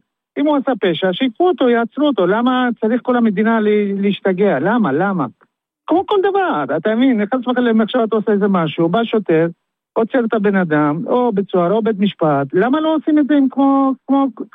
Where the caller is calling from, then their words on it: Bnei Brak, Tel Aviv District, Israel; מבני ברק.